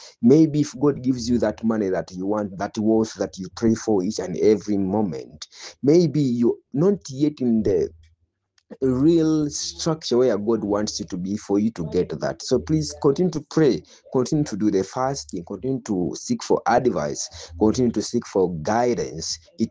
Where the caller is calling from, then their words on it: Kampala, Central Region, Uganda; I'm addressing in from Nakawa and the neighborhood.